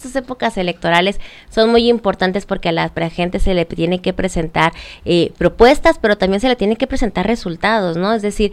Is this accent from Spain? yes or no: no; Mexico; Son tiempos en los que tenemos que sacar la casta como mexicanas y como mexicanos